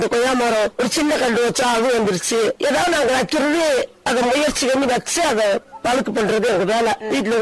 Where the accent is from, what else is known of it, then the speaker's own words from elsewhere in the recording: Varusanadu, Tamil Nadu, India; moved away as an adult; now in Kodaikanal area, India; எங்க சொந்த ஊரு வருஷநாடு.